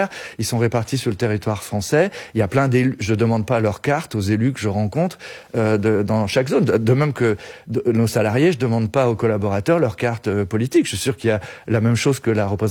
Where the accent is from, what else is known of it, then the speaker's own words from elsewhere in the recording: Brittany, France; je suis breton.